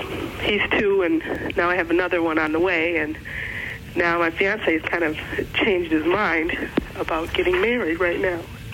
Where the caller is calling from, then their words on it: Chicago, Illinois, United States; I'm calling from Chicago.